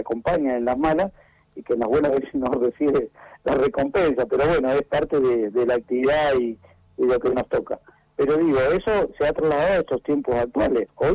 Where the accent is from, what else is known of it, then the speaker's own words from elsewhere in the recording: Argentina; Yo me crié de chico estuve en la calle Albarracín y Juan B. Justo.